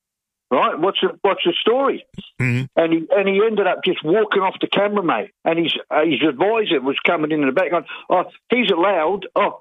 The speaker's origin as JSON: {"language": "English", "country": "Burundi", "lives_now": "South Africa", "said": "I come from Burundi, and I thought my family would be here."}